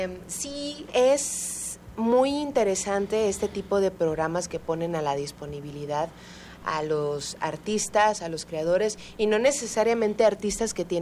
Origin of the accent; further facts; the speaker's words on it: Tabasco, Mexico; el poder estar lejos de mi tierra hizo también extrañar muchísimo